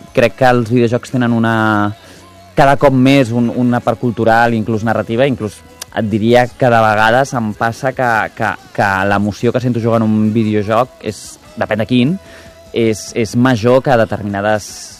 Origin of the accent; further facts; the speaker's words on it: Barcelona, Catalonia, Spain; Em vaig criar a Sant Gervasi, entre plaça Bonanova i plaça Kennedy.